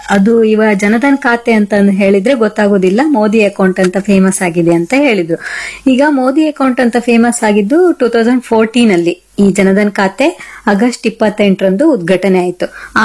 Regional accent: Karnataka, India; ಓಡಿ ಅಂತ ಹೇಳಿದ್ರೆ ನಾವೆಲ್ಲ ಅಪ್ಪಟ ಕನ್ನಡಿಗರು ಅಲ್ವಾ, ಅಪ್ಪಟ ಕನ್ನಡಿಗರು ನಾವು

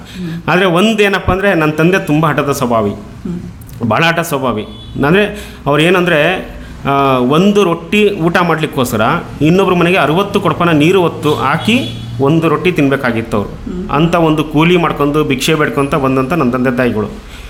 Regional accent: Karnataka, India

